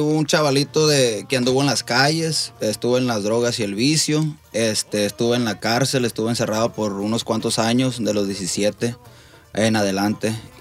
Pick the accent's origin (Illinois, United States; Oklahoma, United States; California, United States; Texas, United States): California, United States; Los Angeles; Yo soy de Los Ángeles, California, representando macizo mi cultura